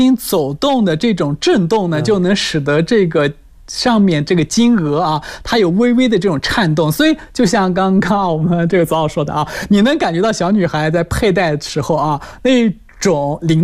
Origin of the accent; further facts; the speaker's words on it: southern China, China; 可能我是南方人